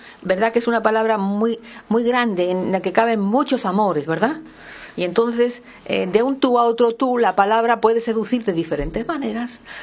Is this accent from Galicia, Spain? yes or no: no; Valladolid, Castile and León, Spain; vengo de Valladolid, que es una urbe en el que constantemente se ofrecen obras de teatro, y es la cuna de José Zorrilla.